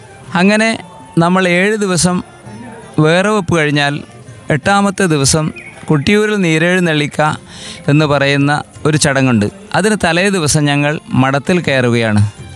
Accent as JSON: {"language": "Malayalam", "town": "Thillankeri", "region": "Kerala", "country": "India", "tie": "born or raised there", "said": "ഞാൻ തില്ലങ്കേരി സ്വദേശിയാണ്."}